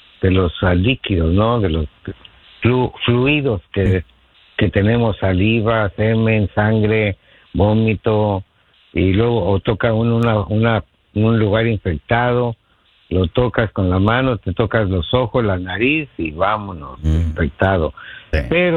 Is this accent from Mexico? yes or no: yes; Mexico; porque como buen mexicano queremos que México gane el campeonato mundial.